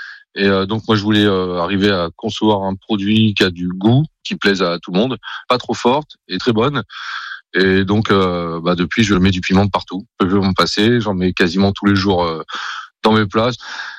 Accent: Auvergne-Rhône-Alpes, France; born there; Quand je suis attaché à l'Ardèche, je suis né ici en Ardèche.

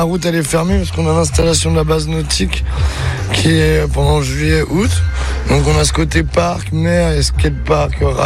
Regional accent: Nantes, Pays de la Loire, France; now in Saint-Nazaire, France; Non, je suis nantais, moi. Ça fait 5 ans que je suis à Saint-Nazaire maintenant.

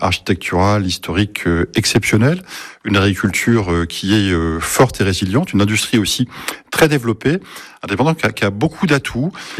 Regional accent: Tours, Centre-Val de Loire, France; Je suis originaire de Tours, où je suis né, où j'ai grandi pendant près de 20 années.

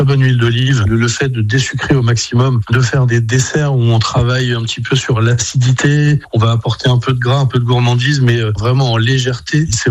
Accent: Nouvelle-Aquitaine, France; now in Carnac, France; J'ai grandi au Pays Basque, d'où le nom.

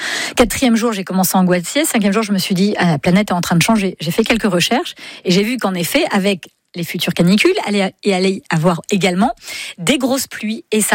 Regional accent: Île-de-France, France; Je suis francilienne, ouais.

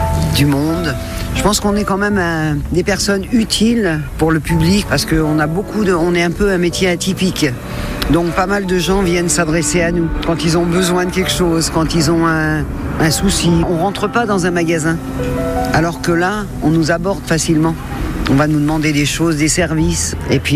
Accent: Pays de la Loire, France; born there; Alors, je suis née en Sarthe, ensuite j'ai voyagé, nous faisions les fêtes foraines

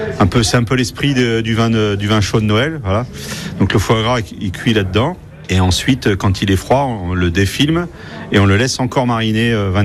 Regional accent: Normandy, France; moved away; au départ, je viens de Normandie

